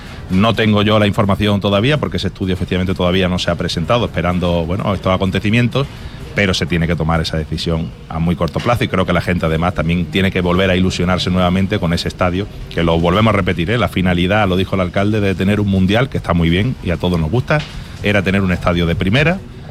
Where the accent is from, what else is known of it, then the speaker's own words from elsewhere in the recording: Málaga, Andalusia, Spain; hablo como malagueño y malaguista